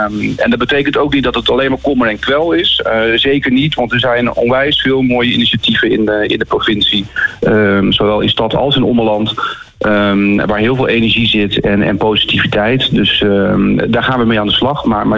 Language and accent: Dutch; Groningen, Netherlands; also born or lived in Friesland; now in Utrecht, Netherlands; Mijn wieg die stond in Friesland, maar mijn hart ligt in Groningen. Ik ben hier volwassen geworden